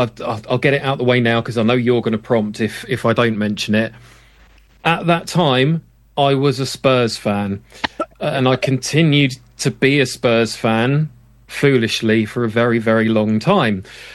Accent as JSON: {"language": "English", "region": "South East England", "country": "United Kingdom", "tie": "born or raised there", "said": "Honestly, I grew up in Sussex. Brighton have been my local team my entire life."}